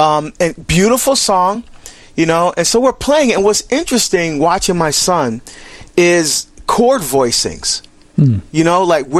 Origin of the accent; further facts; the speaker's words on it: Barbados; And, you know, we're from Barbados. That's where I was born.